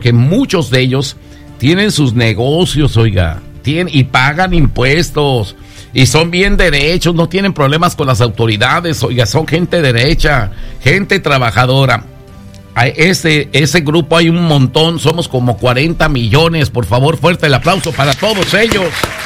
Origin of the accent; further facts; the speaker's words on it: Mexico; now in United States; Venimos muchos aquí a Estados Unidos. Somos 40 millones de mexicanos, oiga. Orgullosamente. Somos mexicanos bien riatas, oiga.